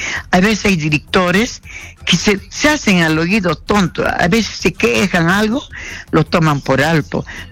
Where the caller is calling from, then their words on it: Huancayo, Junín, Peru; Estoy llamando desde Huancayo.